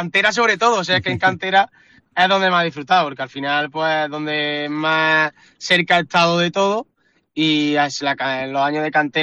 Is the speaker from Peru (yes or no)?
no; Montilla, Andalusia, Spain; Los años en Montilla, que para mí jugar en mi pueblo y ganar con mi pueblo ha sido algo brutal.